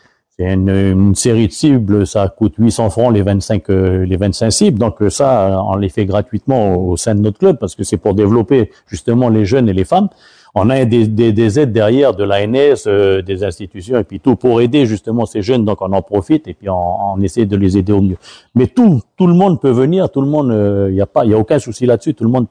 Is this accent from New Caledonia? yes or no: yes; New Caledonia; quand on est calédonien